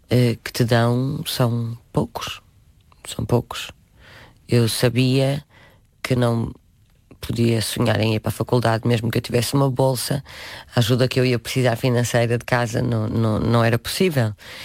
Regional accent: Minho, Portugal; born there; accent: northern (Minho); now in Lisbon, Portugal

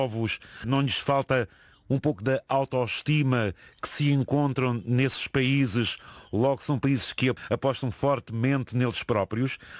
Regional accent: Portugal; eu tenho que fazer esta pergunta como português.

